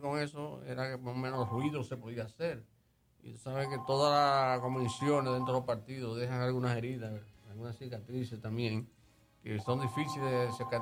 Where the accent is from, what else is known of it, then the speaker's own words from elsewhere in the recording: Valverde, Dominican Republic; saludar desde acá a todos mis compueblanos de la provincia de Valverde